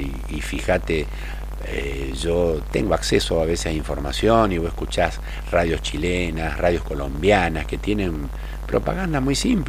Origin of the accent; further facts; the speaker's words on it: Argentina; ¿Somos solidarios los argentinos? No. Yo soy categórico.